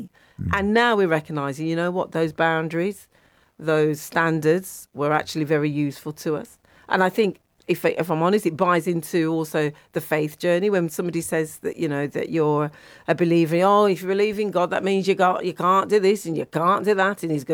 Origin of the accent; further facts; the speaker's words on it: Birmingham, West Midlands, United Kingdom; moved away as an adult; also born or lived in Slough / Buckinghamshire; I'm from Birmingham. I have to say that I'm from the West Midlands.